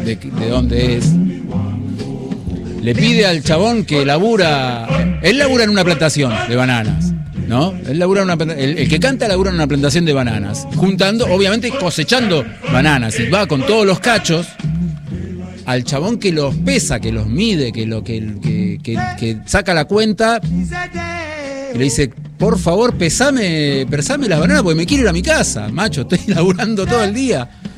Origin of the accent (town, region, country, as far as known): France; Spanish is a second language